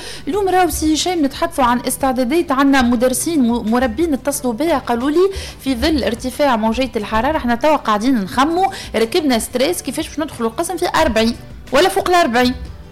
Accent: Tunisia; انت كتونسي

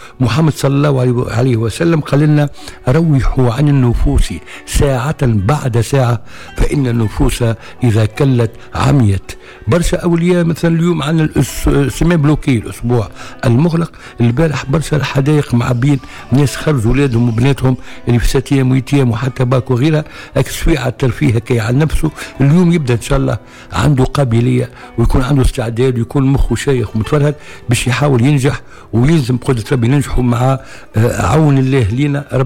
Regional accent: Tunisia

